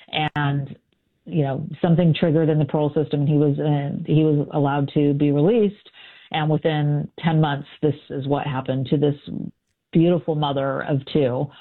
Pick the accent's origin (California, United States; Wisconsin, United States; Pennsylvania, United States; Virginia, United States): California, United States; Sacramento; And I'm from Sacramento, California.